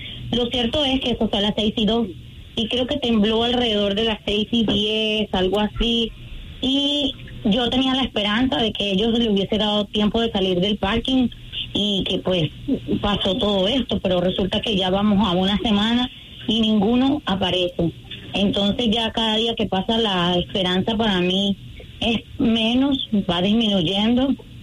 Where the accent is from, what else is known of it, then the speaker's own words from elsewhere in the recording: Venezuela; moved away; 11 años que salí de Venezuela, me vine a estudiar acá